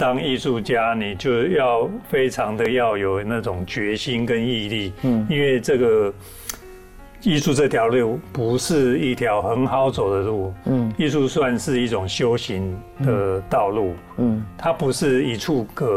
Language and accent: Chinese; New Taipei City, Taiwan; 我小时候住新北市的板桥甘阿嘴。哦，哎，我在那边生的。